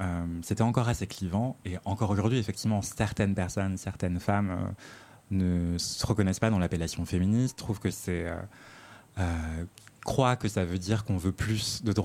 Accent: Martinique; Je viens de la Martinique

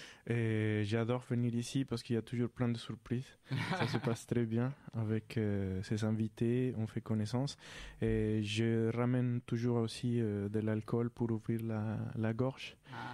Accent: Paris, Île-de-France, France; born there; je suis né à Paris, 13e arrondissement.

